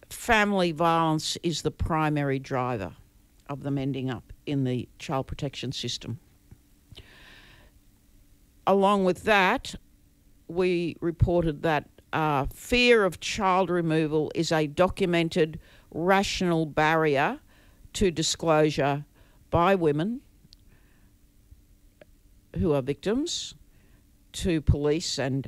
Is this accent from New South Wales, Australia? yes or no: no; Queensland, Australia; now in Melbourne, Australia; So I was born and raised in Queensland. My grandfather was Yiman. My grandmother came from the southwest, where the main language spoken now is Bidgera.